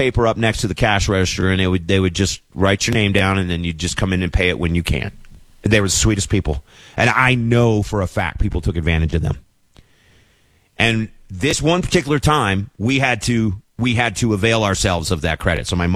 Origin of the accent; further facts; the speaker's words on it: Wilmore, Kentucky, United States; And there's a grocery store in my hometown of Wilmore, owned by the wonderful Fitch family.